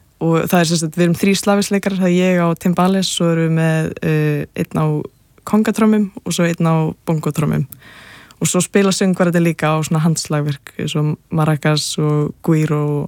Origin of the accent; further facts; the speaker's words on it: Capital Region, Iceland; Nei, ég er ættu að vestan ég úlst upp bara hérna bara á höfburgarsveðinu sko.